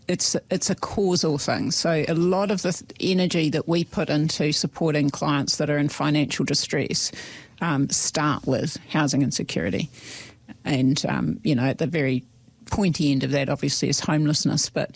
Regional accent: Christchurch, Canterbury, New Zealand; I'd never seen someone that was homeless growing up in Christchurch, and now it's visible.

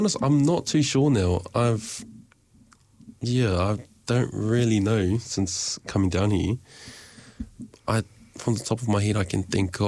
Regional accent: Tauranga, Bay of Plenty, New Zealand; also born or lived in Opotiki / Wellington; now in Dunedin, New Zealand; we lived in Tauranga growing up. So I was like, we went to school in Tauranga and then sometimes went to Opotiki and then sometimes went to Wellington too.

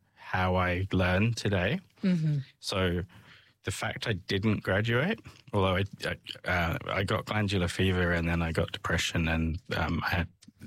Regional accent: Southampton, South East England, United Kingdom; So I was brought up in England. So mm-hmm. I went to King Edward's School in Southampton, mm-hmm.

